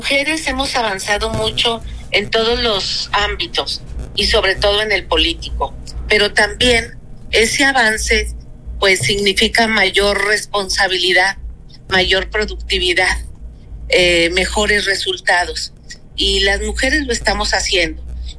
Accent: Mexico; Como mexicanos debemos de estar unidos

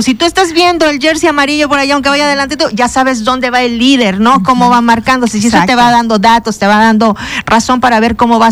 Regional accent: Mexico; que nos esté pasando como mexicanos

